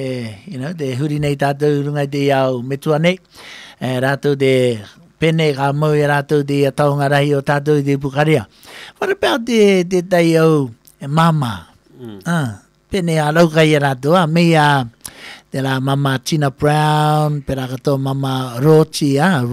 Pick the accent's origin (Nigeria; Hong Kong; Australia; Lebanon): Australia; I don't know the data because I'm Aussie anyway